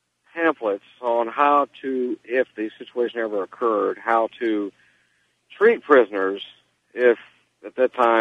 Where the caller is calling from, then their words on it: Memphis, Tennessee, United States; in Memphis.